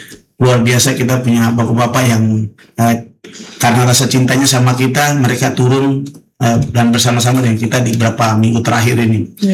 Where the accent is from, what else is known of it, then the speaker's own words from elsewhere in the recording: Papua, Indonesia; now in Manokwari, Indonesia; kami di Manokwari Papua Barat